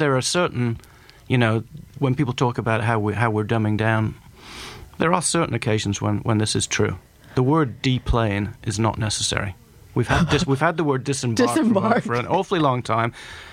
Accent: England, United Kingdom; moved away as an adult; also born or lived in New York; now in United States; I'm English.

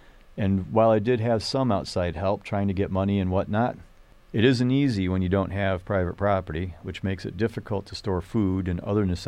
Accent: Virginia, United States; I'm from Virginia, where smoking cigarettes is just a fact of life.

